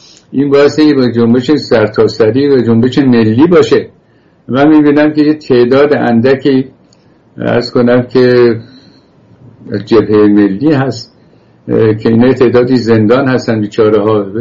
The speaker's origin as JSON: {"language": "Persian", "country": "Iran", "said": "گفت کجایی هستی، گفتم ایرانی"}